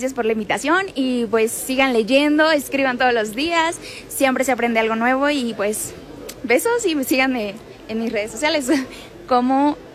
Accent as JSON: {"language": "Spanish", "town": "Chetumal", "region": "Quintana Roo", "country": "Mexico", "said": "Bueno, soy de Chetumal, Quintana Roo. Vengo desde muy lejos para acá. Y muchas gracias. Tengo 23 años, no hace mucho recién cumplidos."}